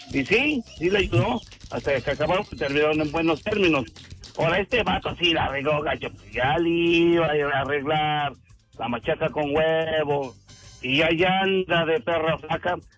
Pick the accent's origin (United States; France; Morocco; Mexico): Mexico; Hidalgo; moved away; Allá donde soy yo de Hidalgo.